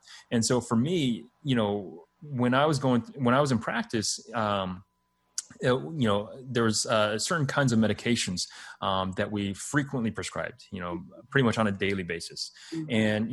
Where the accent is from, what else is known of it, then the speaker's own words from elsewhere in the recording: Texas, United States; because I was born and raised in Texas. And so, you know, cannabis has, you know, been heavily stigmatized in Texas.